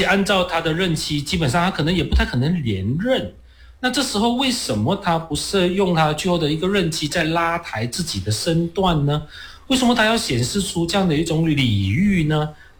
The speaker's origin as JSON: {"language": "Chinese", "country": "Malaysia", "said": "这涉及到我们马来西亚华人在当下的族群局势跟族群政治的这样的一种考量。"}